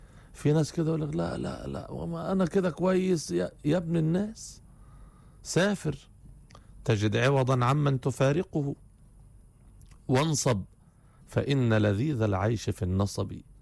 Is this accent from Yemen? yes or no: no; Egypt; خرجنا من القرية للمركز عندنا، وخرجنا من المركز للمحافظة، وخرجنا من المحافظة لأرجاء مصر